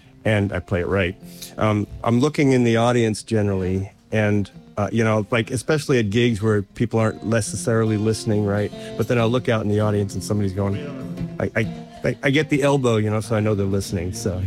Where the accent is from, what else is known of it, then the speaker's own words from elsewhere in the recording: Winchester, Virginia, United States; also born or lived in Brooklyn, United States / Long Island, United States; I was born in Brooklyn. I lived there first couple of years of my life. Then we moved to Long Island for like first few years of grade school. Then we moved to Winchester, Virginia, which is where I kind of grew up